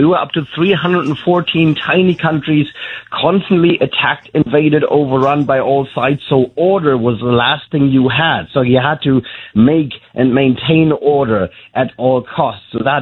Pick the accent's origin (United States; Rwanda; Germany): Germany; moved away as an adult; also born or lived in Spain; I'm from Germany, despite the name … which just happens when I lived in Spain for 7 years.